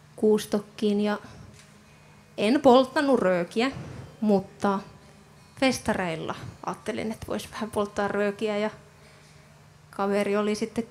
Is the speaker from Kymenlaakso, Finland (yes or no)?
no; Tornio, Lapland, Finland; siis Torniosta olen kotoisin